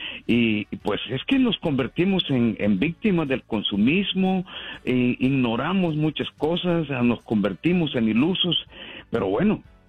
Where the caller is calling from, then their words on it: Houston, Texas, United States; Sí, buenos días, de aquí de Houston.